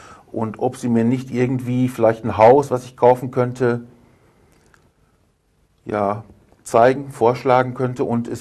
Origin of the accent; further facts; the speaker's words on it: Belecke, North Rhine-Westphalia, Germany; Ja, ich komme ursprünglich aus Beleke im Sauerland. Das liegt in der Nähe von Warstein.